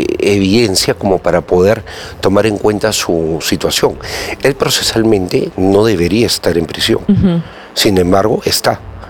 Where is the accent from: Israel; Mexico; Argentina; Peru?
Peru; como sociedad y como peruanos.